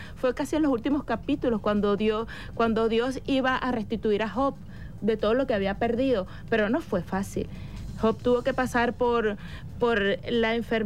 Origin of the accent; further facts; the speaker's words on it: Venezuela; ¿Qué tan malo soy como venezolano para que nos pase esto o nos acontezca esto?